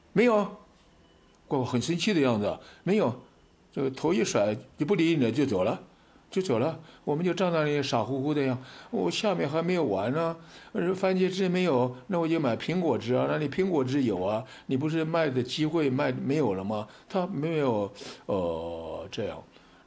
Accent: China

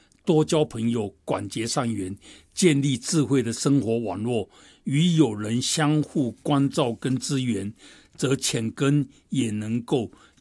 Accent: China; 我觉得就是我们中国人讲团结的故事嘛

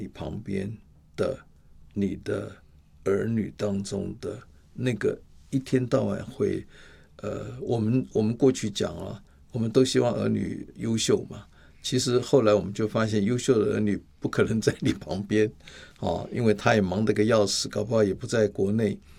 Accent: Taiwan

